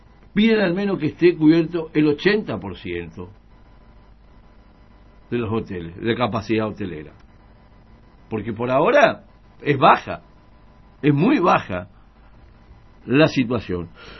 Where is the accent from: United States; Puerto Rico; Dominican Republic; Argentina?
Argentina; somos argentinos.